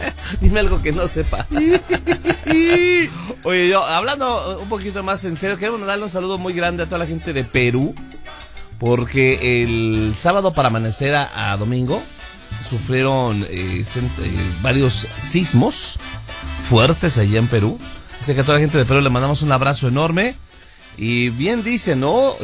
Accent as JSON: {"language": "Spanish", "country": "Mexico", "said": "nosotros los mexicanos."}